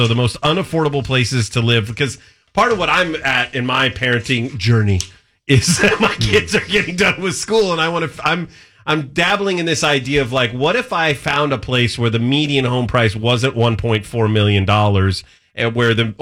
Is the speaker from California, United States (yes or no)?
yes; Modesto, California, United States; also born or lived in Union City, California; my hometown of Modesto, California